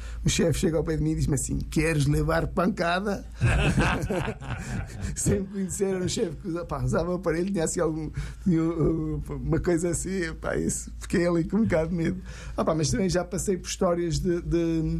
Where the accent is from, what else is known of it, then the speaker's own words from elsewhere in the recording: Norte, Portugal; muito de cozinha de Trás-os-Montes, que é de onde eu sou natural.